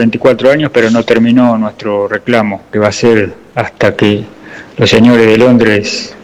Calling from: Buenos Aires, Argentina; de Parque de los Patricios.

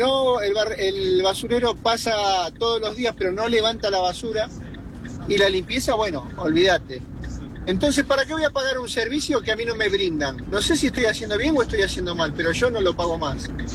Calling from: Villa Madero, Buenos Aires Province, Argentina; Yo vivo en el partido de La Matanza, en Villa Madero.

